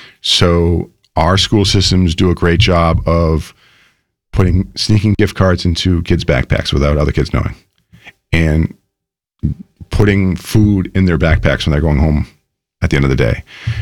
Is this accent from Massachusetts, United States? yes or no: yes; Dennis, Massachusetts, United States; I was born and raised in Dennis. I went to DY. I went to CCD and Brewster. I am literally part of this community.